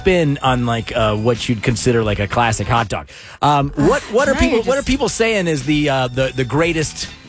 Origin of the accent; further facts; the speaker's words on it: Katy, Texas, United States; my hometown of Katy, where I live right now